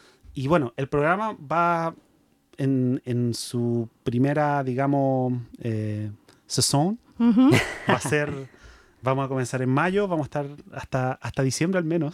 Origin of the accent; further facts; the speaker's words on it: Chile; accent: Chilean; Vamos a ver si podemos neutralizar un poquito nuestro acento chileno.